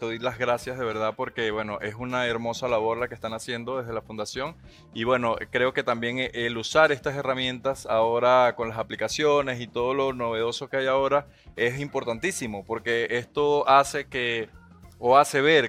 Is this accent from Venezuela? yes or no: yes; Venezuela; yo como venezolano me siento súper agradecido con ustedes